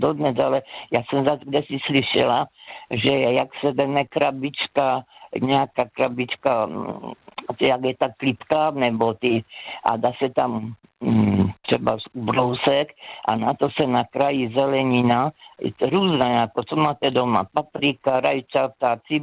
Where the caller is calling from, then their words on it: Karviná, Moravian-Silesian Region, Czechia; Já jsem z Karviné. No a jak jsme byli děti, já jsem ročník 53